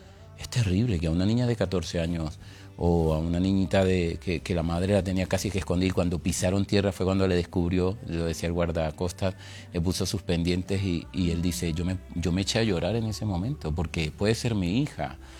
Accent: Venezuela; moved away; Yo digo, no, soy de Venezuela, vivo aquí en este convento, yo soy frailita.

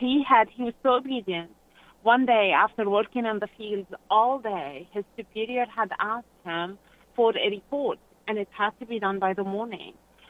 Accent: Lebanon; now in United States; I grew up in Lebanon

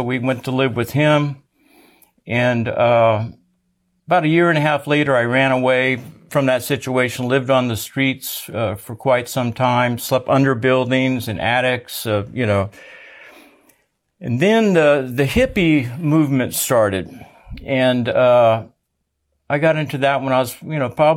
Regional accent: San Antonio, Texas, United States; born there

